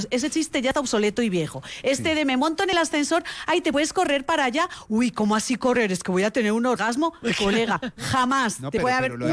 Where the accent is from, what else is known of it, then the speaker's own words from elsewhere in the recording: Spain; que yo que soy española, a mí me parece que todo eso son cuentos chinos.